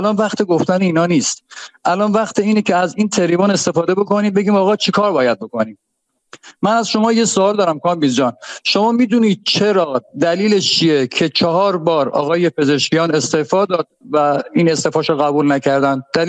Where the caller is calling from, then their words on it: Babolsar, Mazandaran, Iran; من بابرسر توی بهار شهر مازندران